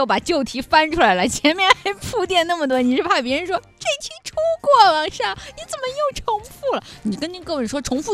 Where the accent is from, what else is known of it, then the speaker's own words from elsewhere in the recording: Shanxi, China; 我觉得我们山西人真的特别喜欢就是红木家具。